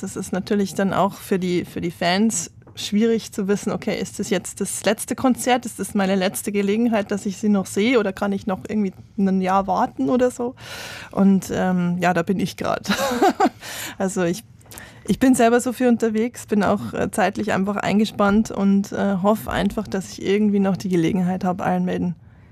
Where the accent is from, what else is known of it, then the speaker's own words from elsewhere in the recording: Abensberg, Bavaria, Germany; Also ich bin in der Punk-Szene aufgewachsen. Die Musikszene in Abensberg war mehr oder weniger Punk-Szene.